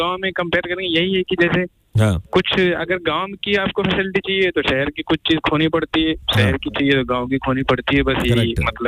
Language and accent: Hindi; Didarganj, Uttar Pradesh, India; मतलब हम लोग का गांव भी है ना यूपी आजमगढ़ में।